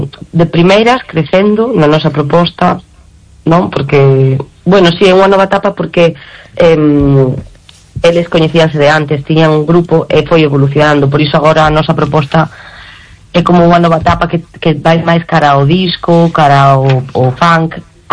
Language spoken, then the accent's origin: Galician; Argentina; A verdade que sí, sí, porque aparte de cada unha de un sitio … veño da Argentina